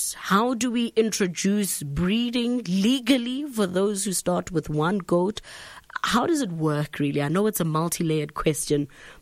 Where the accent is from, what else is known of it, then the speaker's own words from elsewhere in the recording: Mentz, Limpopo, South Africa; from Mentz, completing my matric at the end of this year.